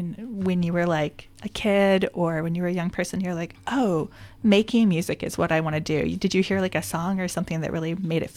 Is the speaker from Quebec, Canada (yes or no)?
no; British Columbia, Canada; now in Jefferson County, United States; I grew up in the Okanagan. I grew up riding horses and learning how to rope and doing rodeo sports.